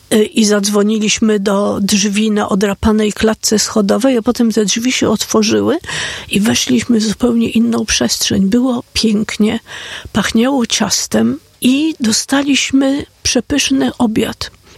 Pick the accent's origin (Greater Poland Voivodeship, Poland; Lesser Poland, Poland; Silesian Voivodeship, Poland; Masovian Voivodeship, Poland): Masovian Voivodeship, Poland; Warsaw; ja się wychowałam w kamienicy na Grochowie